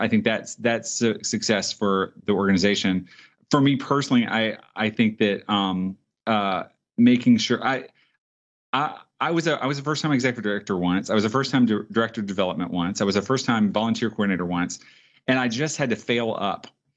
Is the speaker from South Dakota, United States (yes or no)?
no; Memphis, Tennessee, United States; I grew up in Memphis.